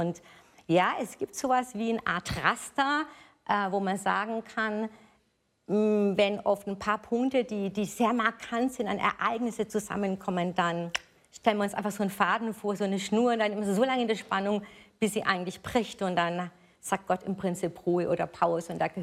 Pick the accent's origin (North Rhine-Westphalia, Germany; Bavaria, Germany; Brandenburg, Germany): Bavaria, Germany; Nuremberg; ich komme aus Nürnberg